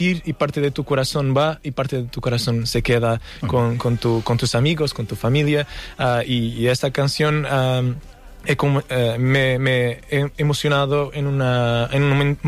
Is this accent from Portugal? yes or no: yes; Portimão, Algarve, Portugal; moved away as an adult; Yo soy de Portimão. Y para hacer lo que quiero tuve que ir para Lisboa. Pero cuando yo fui a estudiar en la universidad, sí, me fui para Reino Unido también.